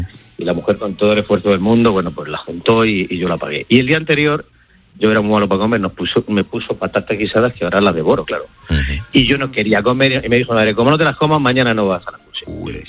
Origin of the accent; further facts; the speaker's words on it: Leganés, Community of Madrid, Spain; Mi caso es fácil, soy de Leganés, de la zona sur, familia muy humilde, mi padre albañil